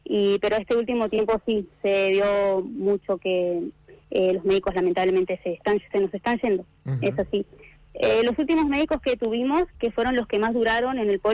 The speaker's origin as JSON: {"language": "Spanish", "town": "Comodoro Rivadavia", "region": "Chubut", "country": "Argentina", "moved": "as an adult", "said": "Yo soy de Comodoro, y cambiar de la ciudad a un pueblito más chico, más tranquilo"}